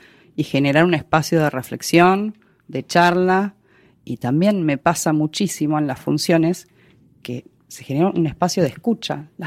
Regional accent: Argentina; Las cosas en mi país lamentablemente cambiaron para mal. Para mal y en todos los departamentos, digamos. O sea, a nivel cultural, científico, económico, y si bien Argentina siempre tuvo altos y bajos económicamente

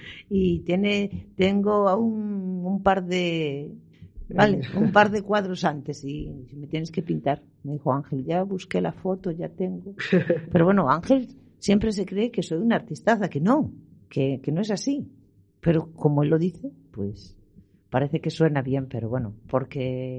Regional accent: Galicia, Spain; born there

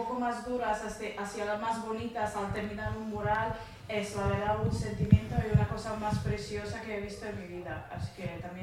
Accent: Montenegro; Spanish is a second language; Vengo de Montenegro, si no me se lo he olvidado.

